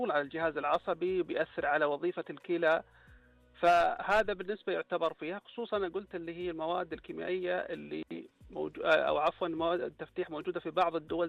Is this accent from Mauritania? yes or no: no; Saudi Arabia; عندنا في السعوديه